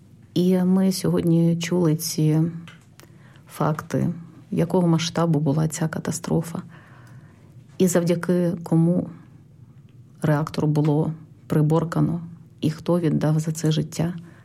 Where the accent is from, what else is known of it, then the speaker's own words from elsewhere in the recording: Pripyat, Kyiv Oblast, Ukraine; поїхати в моє рідне місто Прип'ять.